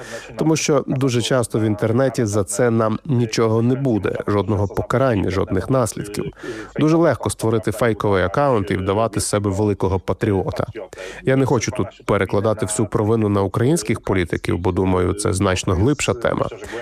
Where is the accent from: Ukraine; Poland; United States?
Poland; Kraków, Lesser Poland; Я народився у Кракові, я корінний краків'янин з діда-прадіда, але лише тепер почав по-справжньому пізнавати це місто.